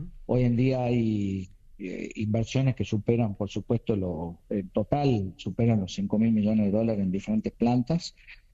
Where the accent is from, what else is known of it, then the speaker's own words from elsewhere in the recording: Salta, Argentina; Yo soy salteño, sí, y vivo, sí, en Salta.